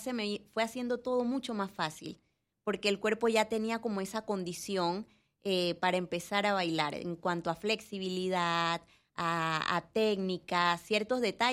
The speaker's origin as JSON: {"language": "Spanish", "town": "Panama City", "region": "Panamá", "country": "Panama", "said": "Yo vengo del área de Río Abajo"}